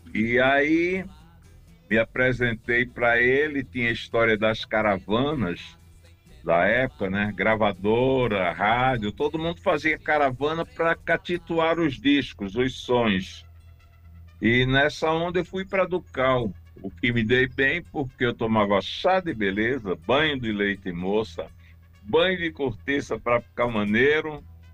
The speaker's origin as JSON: {"language": "Portuguese", "town": "Recife", "region": "Pernambuco", "country": "Brazil", "lives_now": "São Paulo, Brazil", "said": "Sou oriundo de Recife. Meu QG é São Paulo, né? E assim, desde muito cedo, eu botava a viola nas costas, ia para a porta da Rádio Capibaribe."}